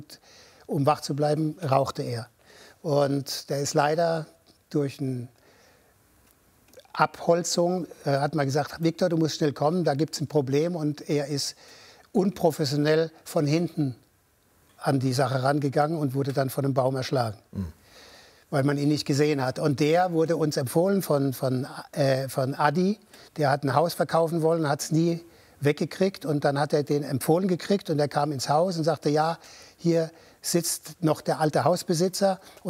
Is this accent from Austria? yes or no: no; Mannheim, Baden-Württemberg, Germany; Ich bin gebürtiger Mannheimer und bin den größten Teil meines Lebens zwischen Mannheim und Heidelberg groß geworden.